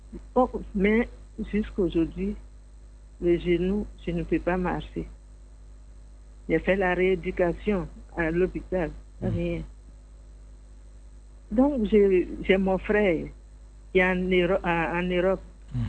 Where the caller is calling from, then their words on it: Côte d’Ivoire; Sur la route de Bassam, là, Meko, un nouveau quartier.